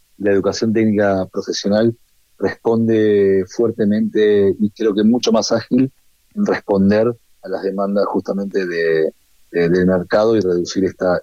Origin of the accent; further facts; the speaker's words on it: Argentina; moved away as an adult; now in Spain; soy un argentino que vive hace casi 15 años